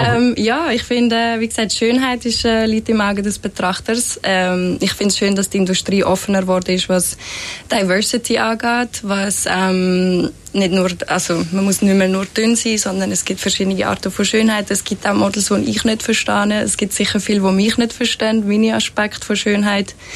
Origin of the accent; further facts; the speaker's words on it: Fislisbach, Aargau, Switzerland; Und bin dann, glaube ich, 3 Wochen später in der Schweiz, in meinem Dörfli in Fislisbach, wo ich aufgewachsen bin, teilweise zu der Kollegin gelaufen